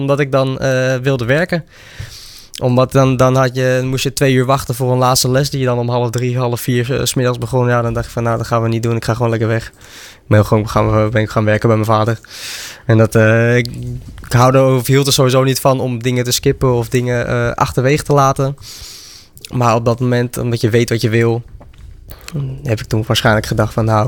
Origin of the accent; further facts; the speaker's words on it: Aalsmeer, North Holland, Netherlands; also born or lived in Amstelveen; Nee, ik ben zelf opgegroeid in Alsmeer.